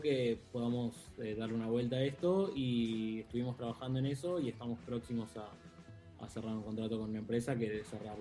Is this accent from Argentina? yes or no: yes; Neuquén, Argentina; Somos neuquinos y fabricamos en Neuquén